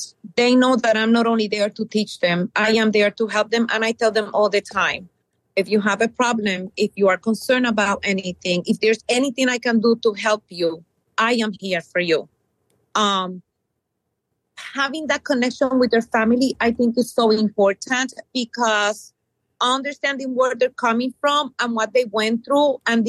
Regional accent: Puerto Rico; born there; I was born in Puerto Rico. And I share with them, even though I am a legal citizen because I was born in Puerto Rico

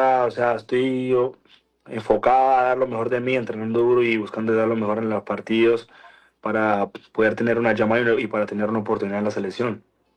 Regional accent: Buenaventura, Valle del Cauca, Colombia; moved away; yo soy de Buenaventura, de Colombia, yo soy de allá, yo me siento de allá

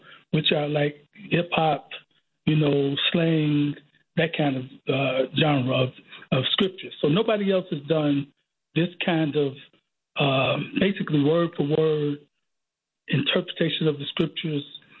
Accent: Chicago, Illinois, United States; Well, born and raised in Chicago, Illinois, both in the Cabrini Green and West Englewood area. I came from a family of 8. Of course, attended school in Chicago at Harper High School

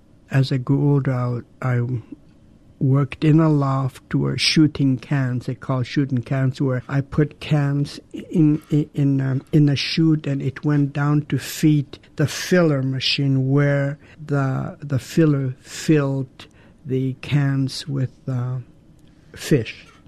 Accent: Douglas, Alaska, United States; I was born and raised in Douglas. I belong to the Raven clan. I come from the Whale House in Tlokwan.

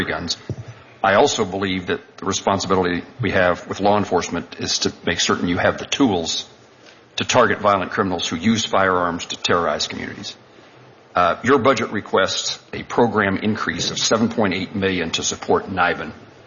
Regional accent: Kansas, United States; how that tool will be helpful to law enforcement officials in my home state of Kansas.

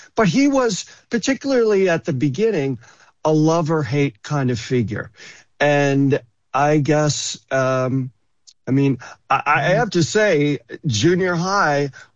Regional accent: Greece, New York, United States; Yes. I was born in the early 60s, and I grew up in Greece.

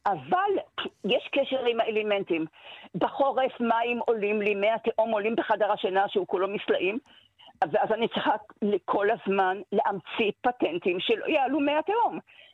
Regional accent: Tel Aviv-Yafo, Tel Aviv District, Israel; moved away as an adult; now in Western Galilee, Israel; כשהייתי ילדה ביפו ומאוד לא אהבתי את החיים ביפו

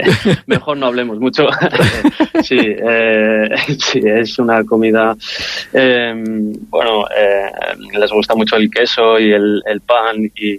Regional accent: Ávila, Castile and León, Spain; now in Netherlands; Bueno, y vuelvo muy a menudo a Ávila. Ávila siempre es siempre es ha sido y será mi casa

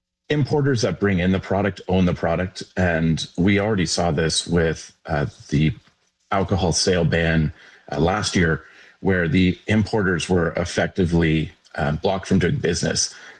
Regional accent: Canada; now in Calgary, Canada; as a Canadian

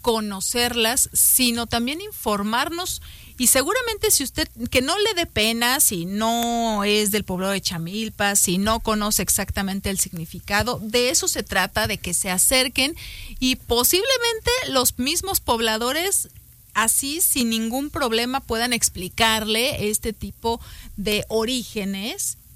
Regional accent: Mexico

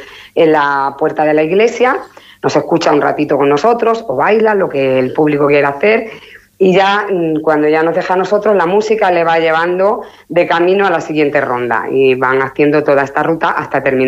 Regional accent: Castile and León, Spain; en mi pueblo hay mucha fiesta

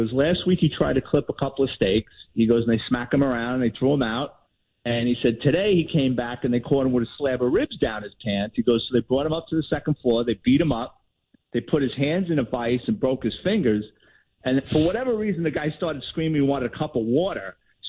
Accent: New York City, New York, United States; growing up in the Bronx

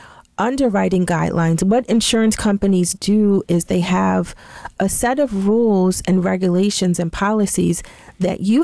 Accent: Alabama, United States; My father, you know, we're from Alabama, deep South Alabama, right where Alabama touches the state of Florida.

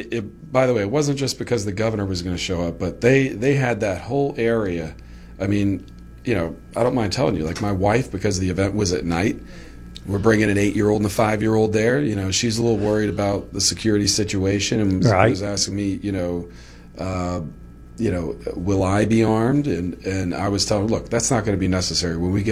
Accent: New Orleans, Louisiana, United States; born there; moved away as an adult; also born or lived in Baton Rouge, Louisiana; now in Arkansas, United States; Like, I was born in New Orleans. That's a pretty big Jewish community.

